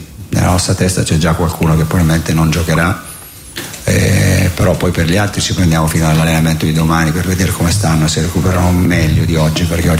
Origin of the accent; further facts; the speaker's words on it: Bologna, Emilia-Romagna, Italy; No, ma guarda, io sono cresciuto a Bologna, quindi mi hanno cresciuto che ero un bambino, quindi io amo Bologna e bolognese.